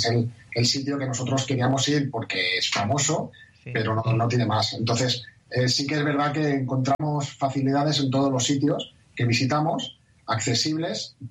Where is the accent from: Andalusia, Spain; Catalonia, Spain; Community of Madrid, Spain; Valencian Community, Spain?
Catalonia, Spain; Barcelona; Sí, es muy parecido para la gente como yo, que somos de Barcelona. Sería comparable a Montjuïc.